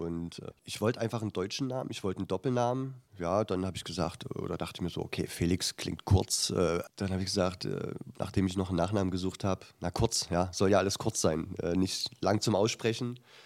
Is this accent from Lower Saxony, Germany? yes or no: no; Halle, Saxony-Anhalt, Germany; born or raised there